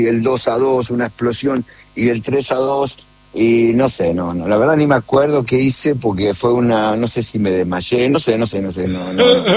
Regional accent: Argentina; Hoy somos todos argentinos.

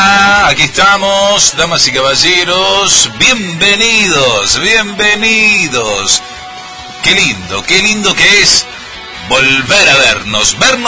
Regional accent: Argentina; como argentinos, sabemos que se juegan otras cositas más, que tienen que ver con nuestra idiosincrasia, con nuestra historia, con nuestra cultura

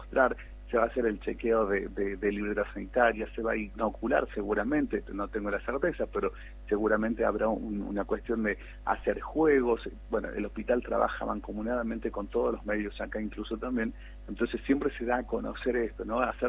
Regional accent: Pomán, Catamarca, Argentina

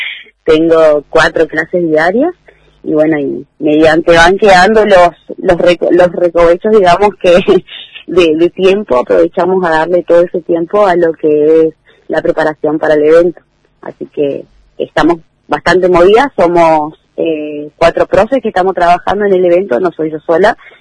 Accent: Corrientes, Argentina; now in Río Mayo, Argentina; Corrientes, que es de mi provincia

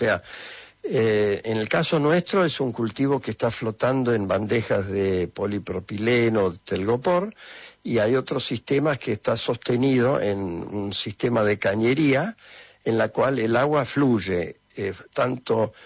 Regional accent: Argentina; born there; No, yo nací aquí.

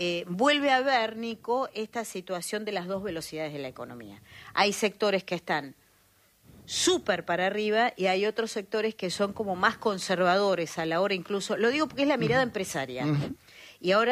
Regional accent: Argentina; Y que habla mucho de cómo somos los argentinos.

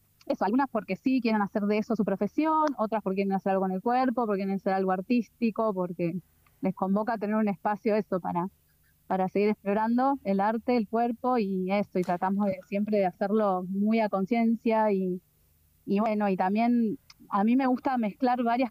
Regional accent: Buenos Aires Province, Argentina; born there; moved away as an adult; now in Comarca Andina, Argentina; Sí, yo nací en Buenos Aires, en provincia de Buenos Aires. Vivo en la comarca acá hace 7 años

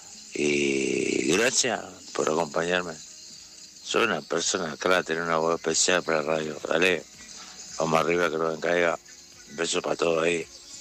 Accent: Río Negro, Uruguay; el uruguayo, de Río Negro, Fraivento acá, cruzando el puente Gualeguaychú.

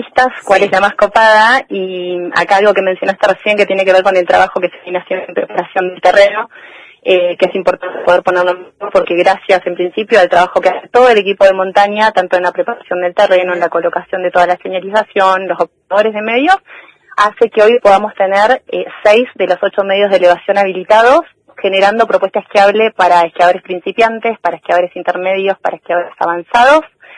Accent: Esquel, Chubut, Argentina; para los que somos de Esquel

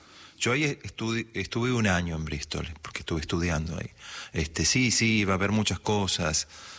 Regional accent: Córdoba, Argentina; moved away as an adult; also born or lived in England; now in Buenos Aires, Argentina; yo vine a vivir a Buenos Aires recién en el 95. Nací acá, pero me crié en Córdoba. Y después, en la primera parte de los 90, estuve en Inglaterra.

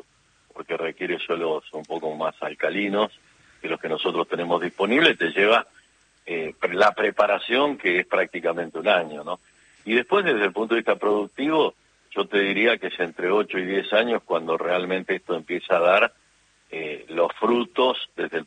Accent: Martínez de Hoz, Buenos Aires Province, Argentina; yo de un pueblito de Martínez de Hoz, a 20 kilómetros

